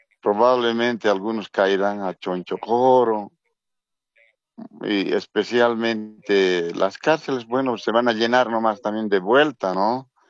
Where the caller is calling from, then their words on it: El Alto, La Paz, Bolivia; de aquí, del Alto de La Paz.